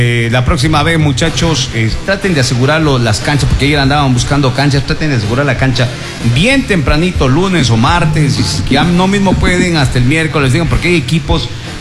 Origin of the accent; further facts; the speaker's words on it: Cuenca, Azuay, Ecuador; Yo soy cuencano, yo hablo con doble R.